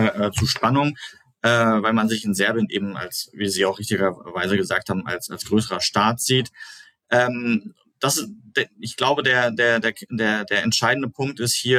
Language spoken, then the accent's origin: German; North Rhine-Westphalia, Germany; Ich komme aus dem Sauerland, das ist so ungefähr wie Dortmund die Größe.